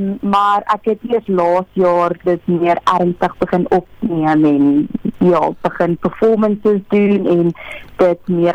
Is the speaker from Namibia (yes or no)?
no; Karoo, South Africa; born there; my kinderjare in die Karoo